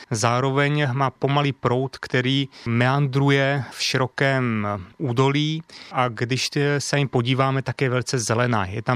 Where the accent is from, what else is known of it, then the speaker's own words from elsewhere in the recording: Vysočina Region, Czechia; moved away as an adult; now in South Bohemia, Czechia; já jsem původem z Vysočiny, kde je nádherně tam krásná zeleň všade, mnoho vody